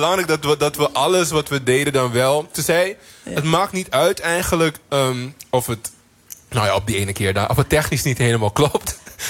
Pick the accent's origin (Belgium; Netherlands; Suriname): Suriname; ik kom uit Suriname, dus ik draag misschien wel de huid en het haar van mijn Afrikaanse voorouders. Maar ik heb verschillende bloedlijnen en culturen in mijn lichaam.